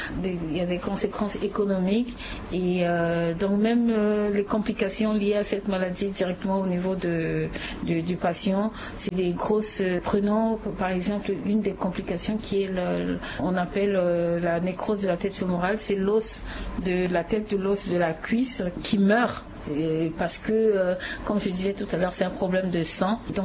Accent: Central African Republic; la drépanocytose, en fait, chez nous, en Centrafrique, ça ne se guérit pas.

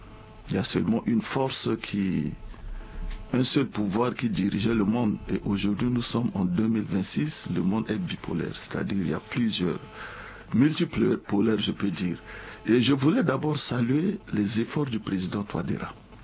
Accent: Central African Republic; Mais nous, les Centrafricains, on a une faiblesse de division.

